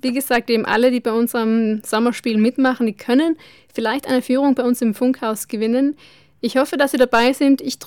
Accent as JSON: {"language": "German", "area": "Puster Valley", "region": "Trentino-Alto Adige", "country": "Italy", "said": "Ja, ich komme aus dem Pustertal und bei uns sagt man der Wilscher."}